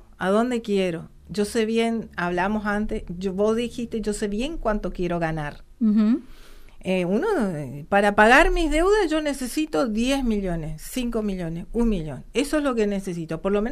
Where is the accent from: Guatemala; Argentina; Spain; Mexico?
Argentina; Puerto Rico, Misiones; nosotros uh-huh. que somos de Puerto Rico.